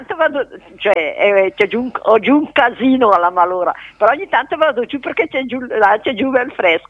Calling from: Vienno, Lombardy, Italy; di Vienno.

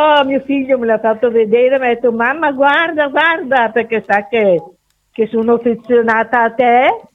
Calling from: Lombardy, Italy; io sono di Macolodio.

